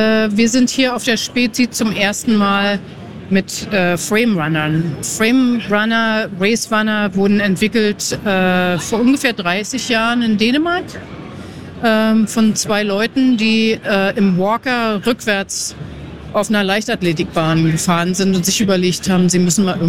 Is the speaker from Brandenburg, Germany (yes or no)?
yes; Potsdam, Brandenburg, Germany; moved away as an adult; now in United States; Ich habe in meiner Heimatstadt Potsdam angefangen und bin 2006 in die USA ausgewandert